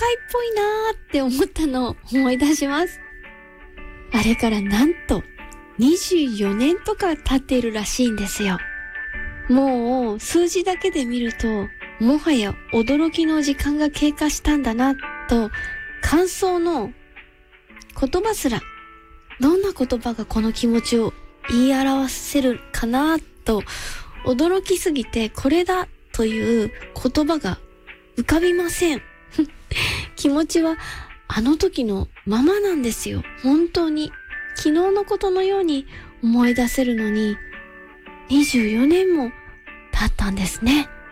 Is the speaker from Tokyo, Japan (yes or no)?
yes; Tokyo, Japan; born there; 私東京生まれのくせに